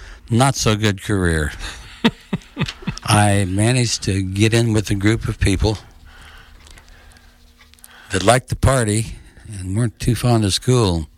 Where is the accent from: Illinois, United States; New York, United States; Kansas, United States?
Kansas, United States; Deerfield; also born or lived in Garden City, Kansas / Lakin, Kansas; My elementary school years, my parents moved to Deerfield, Kansas